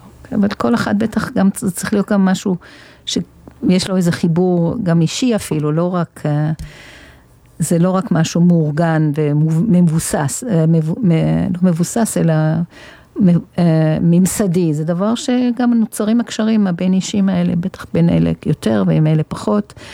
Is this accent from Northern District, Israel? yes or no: yes; Northern District, Israel; אני גר מהצפון, אני גם מהצפון